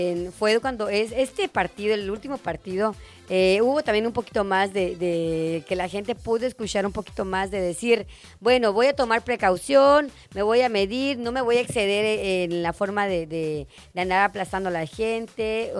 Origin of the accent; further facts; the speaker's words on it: Mexico; esto no nos quita decir, sabes que ya no somos mexicanos. Al contrario, así somos.